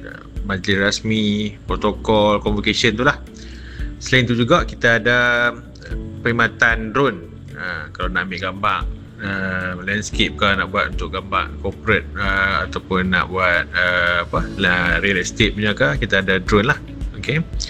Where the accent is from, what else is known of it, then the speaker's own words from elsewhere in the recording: Sungai Petani, Kedah, Malaysia; now in Jitra, Malaysia; anak jati Kedah yang berasal dari Sungai Petani tapi kini menetap di Jitra.